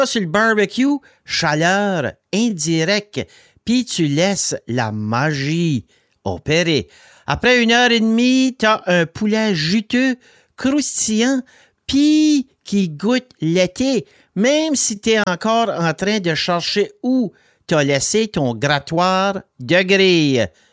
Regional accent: the Maritimes, Canada; on vient des Maritimes

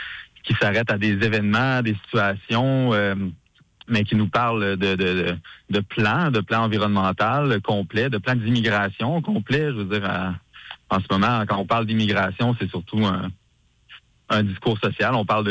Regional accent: Quebec, Canada; moi je viens de l'Abitibi

